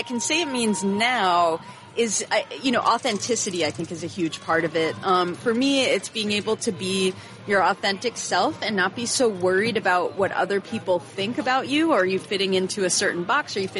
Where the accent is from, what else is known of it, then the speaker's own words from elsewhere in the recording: New York City, New York, United States; moved away; I'm from the Bronx originally